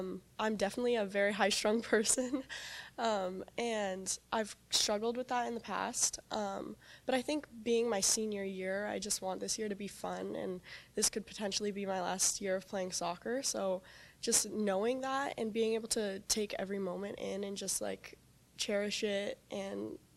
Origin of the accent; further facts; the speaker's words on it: Portland, Oregon, United States; So I'm from Portland, Oregon